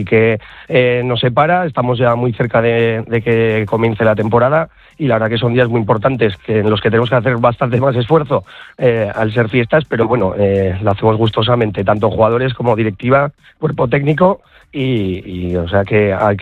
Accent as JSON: {"language": "Spanish", "town": "Tafalla", "region": "Navarre", "country": "Spain", "said": "cómo somos los navarros y cómo somos los de Tafalla"}